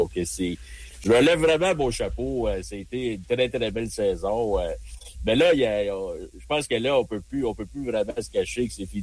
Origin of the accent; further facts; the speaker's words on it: Canada; moi, en tant que Canadien